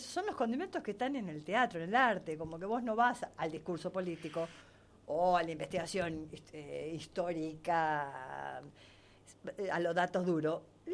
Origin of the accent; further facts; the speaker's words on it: Uruguay; moved away; Yo soy una uruguaya de las que me discuto bastante con muchos uruguayos amigos y familia también.